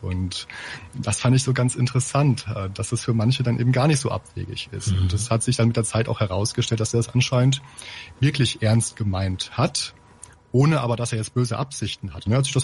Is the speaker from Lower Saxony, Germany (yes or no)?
yes; Osnabrück, Lower Saxony, Germany; ich komme aus Osnabrück